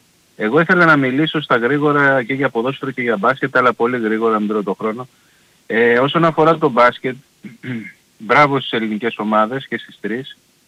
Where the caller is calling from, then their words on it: Nea Filadelfeia, Attica, Greece; από την Νέα Φιλαδέλφια